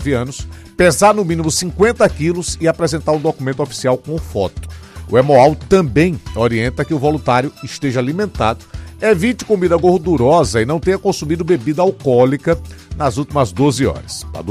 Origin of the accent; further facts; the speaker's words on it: Maceió, Alagoas, Brazil; Eu sou de Maceió, viu? Nascido e criado aqui